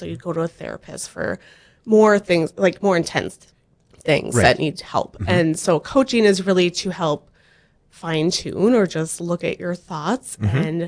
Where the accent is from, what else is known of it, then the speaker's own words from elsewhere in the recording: Buchanan, North Dakota, United States; We started in, well, I'm originally from Buchanan, and then he's from Jamestown.